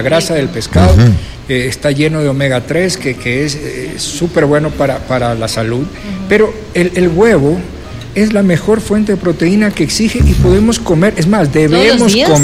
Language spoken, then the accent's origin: Spanish; Guayaquil, Guayas, Ecuador; now in Quito, Ecuador; yo cuando llegué, yo soy de Guayaquil, yo cuando llegué a Quito